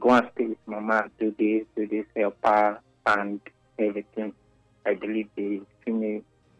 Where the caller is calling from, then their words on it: Nigeria; I'm calling from Okoro.